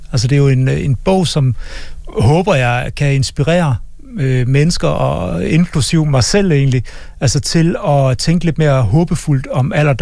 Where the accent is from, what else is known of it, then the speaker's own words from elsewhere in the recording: Central Denmark Region, Denmark; jeg er en mand fra Østjylland.